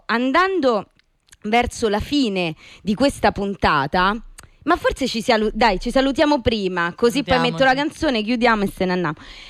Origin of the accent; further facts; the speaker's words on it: Rome, Lazio, Italy; ero incredula perché io sono di Torrevecchia